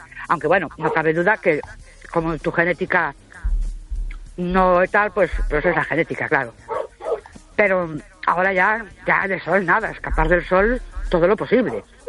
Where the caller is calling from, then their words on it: Ourense, Galicia, Spain; de Ourense.